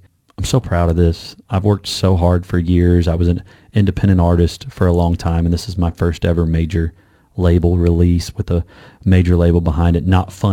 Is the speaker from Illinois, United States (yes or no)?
yes; Illinois, United States; because I'm a Midwestern boy, you know, growing up in Southern Illinois. And I think it hits all the aspects of my life. And I thank all those people where I come from.